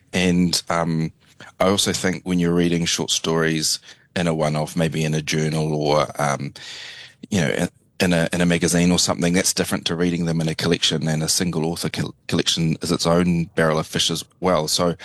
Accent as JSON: {"language": "English", "country": "New Zealand", "also_born_or_lived": "Brisbane, Australia / Edinburgh, United Kingdom", "said": "I lived in Brisbane for 3.5 years, and then I lived in Edinburgh, and I was away from New Zealand for 2 years in the Northern Hemisphere."}